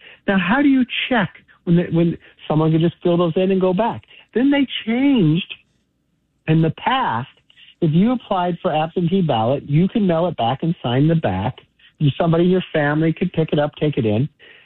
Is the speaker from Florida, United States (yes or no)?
no; California, United States; You know, in my years of growing up in California, this is the worst I've ever seen it.